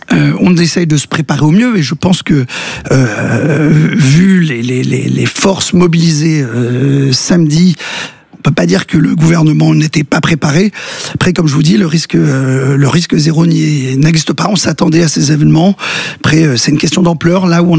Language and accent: French; Hauts-de-France, France; Parce que je suis du Pas-de-Calais et que Lens a gagné brillamment cette Coupe de France.